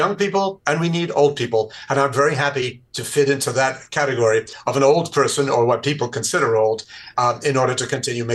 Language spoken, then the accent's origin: English; New York City, New York, United States; I grew up in New York City in his great years.